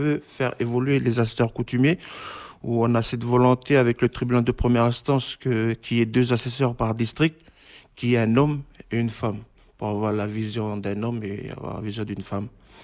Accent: Lifou, Loyalty Islands Province, New Caledonia; moi je viens de l'IFOU

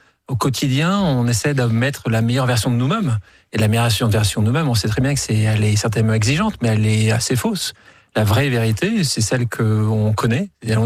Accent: South-West France, France; je viens du Sud-Ouest

